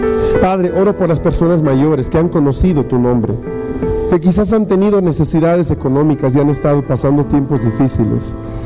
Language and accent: Spanish; Bolivia; Ese es el enemigo que tenemos por grupo, como bolivianos.